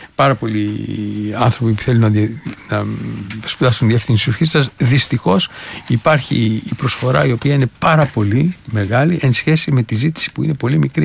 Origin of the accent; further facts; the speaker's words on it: Greece; στην πατρίδα μου